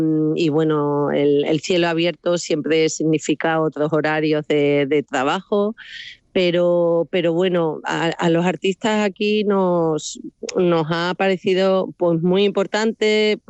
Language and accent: Spanish; Cáceres, Extremadura, Spain; Cacereña de pura cepa, sí.